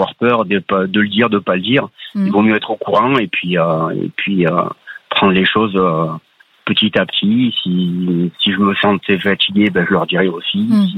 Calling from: Provence-Alpes-Côte d'Azur, France; Les Hautes-Alpes.

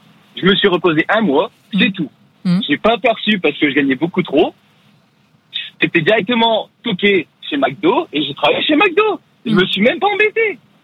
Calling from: Dunkirk, Hauts-de-France, France; je suis sur la route, mais oui, je suis de Dunkerque de base.

